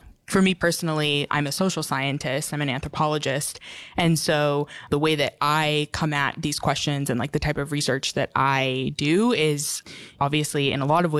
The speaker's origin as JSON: {"language": "English", "town": "Sitka", "region": "Alaska", "country": "United States", "tie": "born there", "said": "I am 25 years old here in Sitka, which is where I was born and where I live now."}